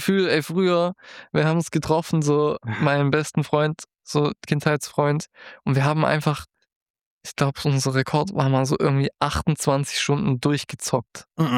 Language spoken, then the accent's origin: German; Baden-Württemberg, Germany; now in Berlin, Germany; Ich bin ja eigentlich so aus Baden-Württemberg.